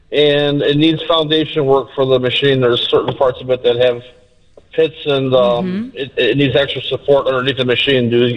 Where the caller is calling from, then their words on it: Carpentersville, Illinois, United States; Carpentersville, Illinois.